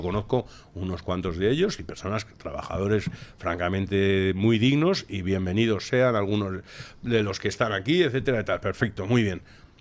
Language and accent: Spanish; Honduras; la chusma de la cual yo he venido huyendo en mi ciudad natal, y no actúa contra ellos, malo, me voy a ver a la otra Isabel. Hay una que se llama Isabel Pérez Moñino, que me dice que me va a quitar a la chusma de mi barrio, a la que yo tenía en Honduras